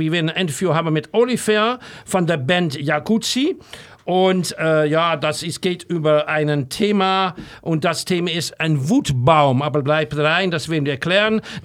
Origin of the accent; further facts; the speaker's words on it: Amsterdam, North Holland, Netherlands; Ich komme aus Amsterdam.